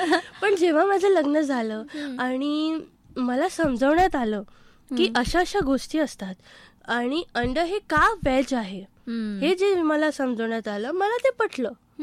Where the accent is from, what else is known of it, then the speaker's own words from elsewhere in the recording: Nagpur, Maharashtra, India; moved away as an adult; now in Ahmednagar, India; मी नागपूरची आहे